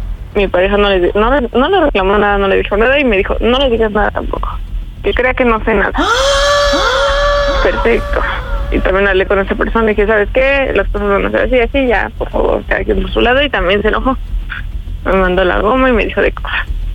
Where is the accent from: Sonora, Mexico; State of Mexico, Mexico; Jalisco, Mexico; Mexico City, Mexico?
Mexico City, Mexico; Tengo 28 años y soy de la Ciudad de México, aquí del sur.